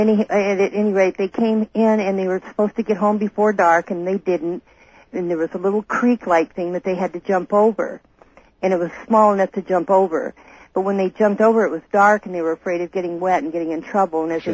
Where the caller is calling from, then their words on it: Merced, California, United States; I'm calling from Merced, KYOS.